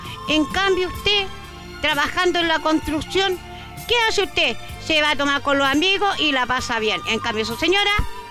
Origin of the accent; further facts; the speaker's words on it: Chile; ando en la micro de Don Armando, la mitad a pie, y la otra andando como buena chilena. Sí, pues, así somos.